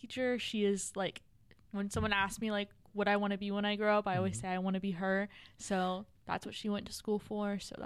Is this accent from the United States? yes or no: yes; Denton, Texas, United States; I'm from Denton, Texas